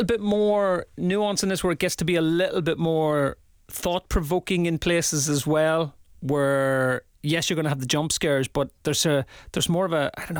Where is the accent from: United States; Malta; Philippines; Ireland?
Ireland; But you see the forest as an Irish person, you go, I recognize that.